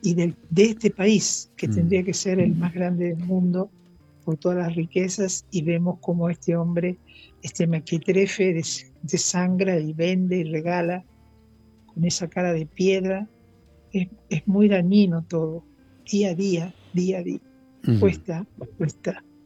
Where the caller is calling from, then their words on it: La Plata, Buenos Aires Province, Argentina; Yo vivo en Tolosa, cerquita de donde vivía Cristina y su mamá, a dos cuadras. Es un barrio muy lindo, Tolosa, histórico.